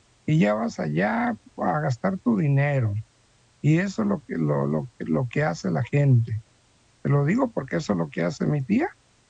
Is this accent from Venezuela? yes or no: no; Mexico; nosotros como mexicanos crecimos en ese espíritu de idolatría